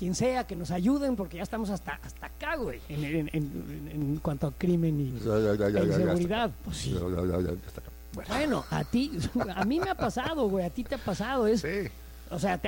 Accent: Mexico; a mí como mexicano me irrita muchísimo.

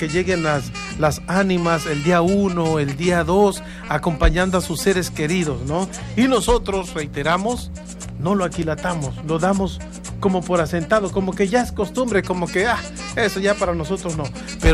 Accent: Mexico; nosotros como mexicanos

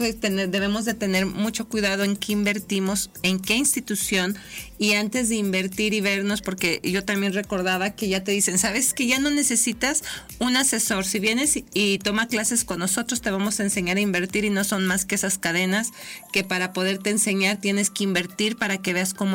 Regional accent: Mexico

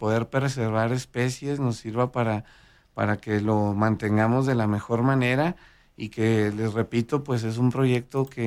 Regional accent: Guachochi, Chihuahua, Mexico; quienes somos de Huachochi

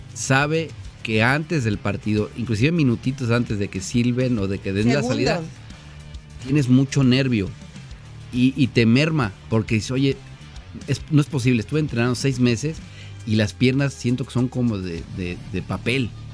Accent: Mexico

